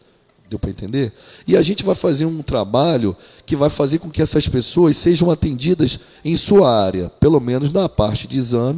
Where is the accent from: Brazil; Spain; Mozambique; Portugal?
Brazil; Salvador, Bahia; born there; now in Araruama, Brazil; Nasci em Salvador, capital Salvador mesmo.